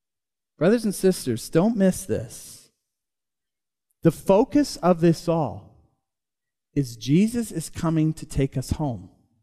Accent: Canada

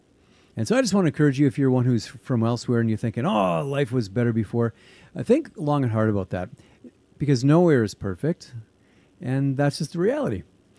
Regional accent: Edmonton, Alberta, Canada; moved away as an adult; also born or lived in Caribbean; I'm from here. I was born in Edmonton and raised in Alberta. But I lived 20 years in the Caribbean, and so I got used to that culture and the weather and so on and so forth. And then you move back

